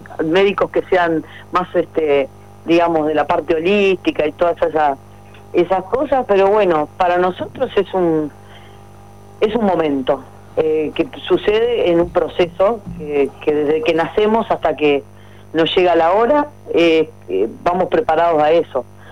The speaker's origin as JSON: {"language": "Spanish", "country": "Uruguay", "said": "siendo uruguaya"}